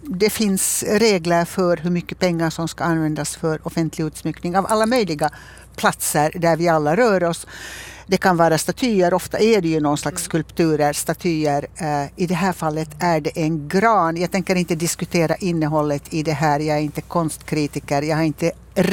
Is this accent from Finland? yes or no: yes; Finland; accent: Finland Swedish; now in Malmö, Sweden